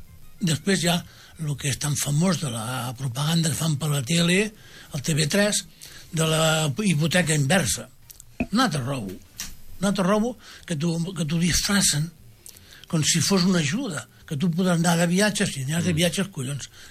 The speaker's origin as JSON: {"language": "Catalan", "town": "Rubí", "region": "Catalonia", "country": "Spain", "tie": "born there", "said": "vam néixer aquí a Rubí."}